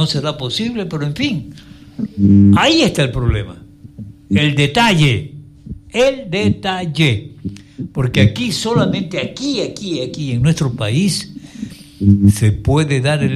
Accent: Ecuador; nuestro país

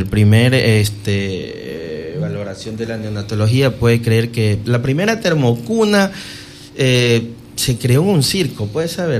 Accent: Quevedo, Los Ríos, Ecuador; born there; cuando yo estudié aquí, ¿no? Éramos pocos los que tuvimos la oportunidad de salir de Quevedo

